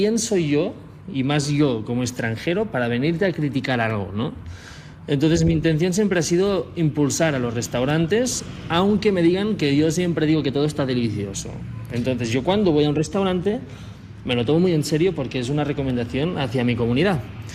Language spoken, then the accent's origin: Spanish; Spain; y con qué criterio voy a recomendar yo, como un español que apenas ha probado comida, comida mexicana.